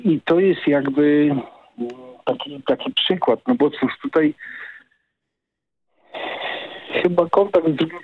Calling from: Warsaw, Masovian Voivodeship, Poland; My jesteśmy z Warszawy.

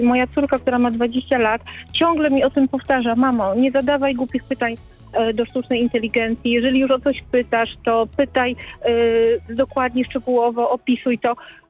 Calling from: Gliwice, Silesian Voivodeship, Poland; Ja dzwonię z Gliwic

